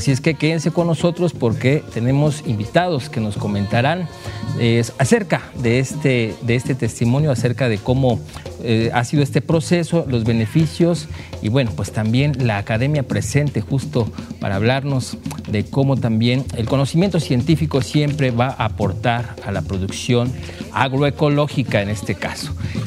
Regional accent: Veracruz, Mexico; nuestro estado de Veracruz

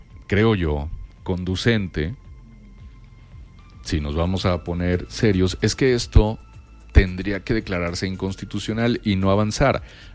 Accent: Mexico; todos somos mexicanos

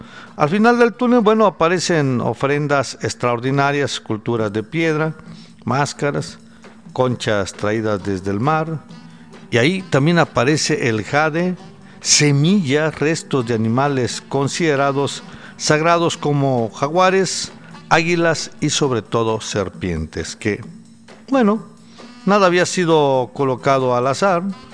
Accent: Mexico

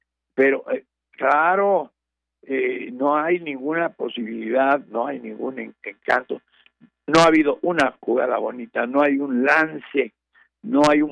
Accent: Mexico; como mexicanos nos puede, yo lo soy

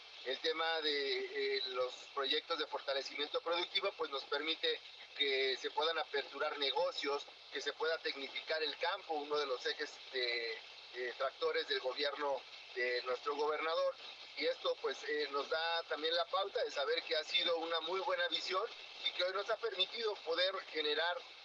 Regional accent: Zacatecas, Mexico

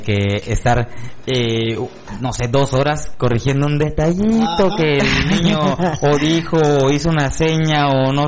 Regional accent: Lerma, State of Mexico, Mexico; Pues yo vengo de Lerma

